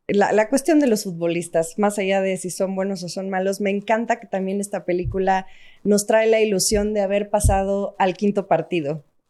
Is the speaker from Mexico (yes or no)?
yes; Mexico; la cultura del mexicano en el día a día, a pesar de nuestras luces y oscuridades